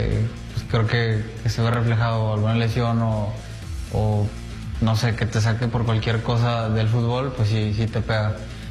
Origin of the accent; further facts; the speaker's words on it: Mexico; somos mexicanos, somos un país que está muy unido